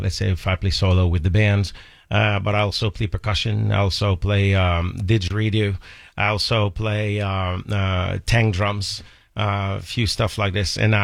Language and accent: English; Quebec City, Quebec, Canada; now in United States; So I'm from Canada. I'm from Quebec City, Canada. I ended up here in the U.S. Probably 10 years ago.